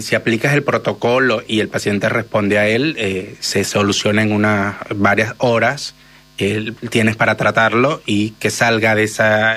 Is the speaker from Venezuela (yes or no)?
yes; Venezuela; moved away; la comunidad venezolana, somos como más